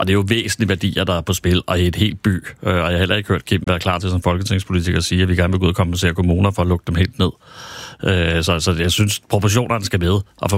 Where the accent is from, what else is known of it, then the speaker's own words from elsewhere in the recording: Copenhagen, Capital Region of Denmark, Denmark; så skal man jo passe på som københavner, når man udtaler sig om ulve i Jylland, jo.